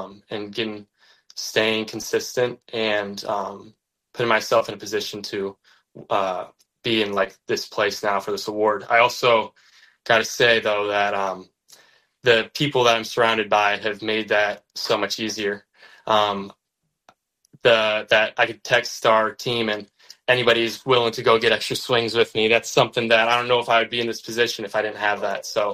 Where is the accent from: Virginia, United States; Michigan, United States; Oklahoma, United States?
Michigan, United States; Kalamazoo; I'm not originally from here. I don't know if we've talked about this or not, but I grew up in Kalamazoo, Michigan, Portage area, and then moved here middle of sophomore year just for the start of baseball season.